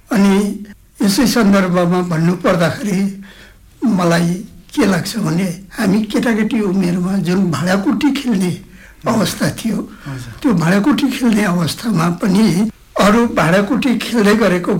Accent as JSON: {"language": "Nepali", "town": "Darjeeling", "region": "West Bengal", "country": "India", "tie": "born or raised there", "said": "मेरो जन्म बतासे फुलबारी गाउँ घुम दार्जिलिङमा भएको हो र मेरो यो पुर्ख्यौली घरमा नै म जन्मेको हुना कारणले गर्दामा त्यहाँदेखि बाहिर म कतै मेरो बसोबासो हुन सकेको थिएन।"}